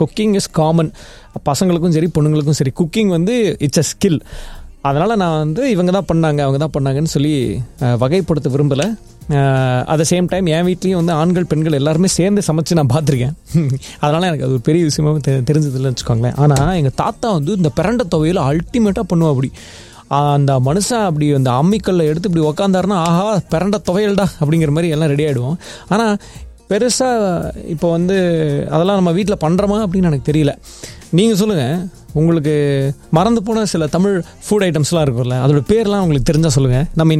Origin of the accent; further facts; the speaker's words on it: India; now in United Arab Emirates; இப்போ நான் ஒரு இந்தியன்